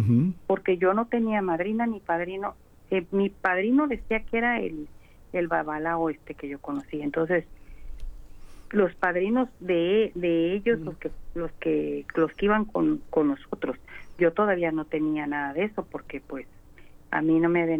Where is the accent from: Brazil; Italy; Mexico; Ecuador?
Mexico; moved away as an adult; now in United States; me bautizaron, bendito sea Dios, como todo mexicano que lo bautizan, lo confirman y hice mi primera comunión.